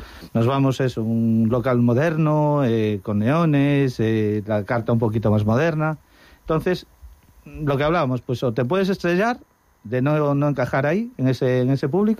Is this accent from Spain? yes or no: yes; Lugo, Galicia, Spain; now in A Coruña, Spain; yo soy nativo de Lugo, ¿no?